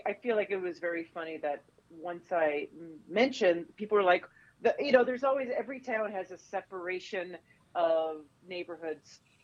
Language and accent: English; Canada; moved away as an adult; now in New York, United States; as a Canadian, because I grew up and spent the first 30 years of my life in Canada.